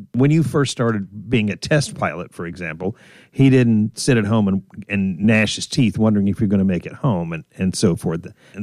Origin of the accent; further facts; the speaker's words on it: Daytona Beach, Florida, United States; moved away as an adult; now in Alabama, United States; I grew up in Daytona Beach, Florida, back in the 60s, and we watched every shot from Cape Canaveral from our front lawn